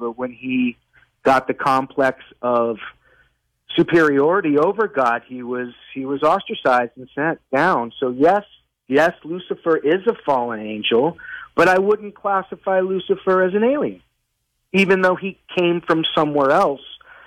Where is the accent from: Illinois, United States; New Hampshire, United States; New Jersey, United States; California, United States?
Illinois, United States; Kankakee; born there; I was born in Kankakee.